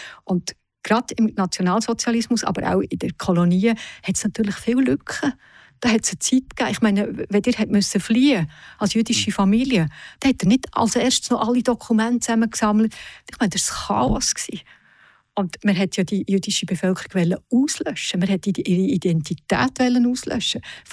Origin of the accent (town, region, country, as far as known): Aargau, Switzerland; born or raised there; also born or lived in Canton of Zug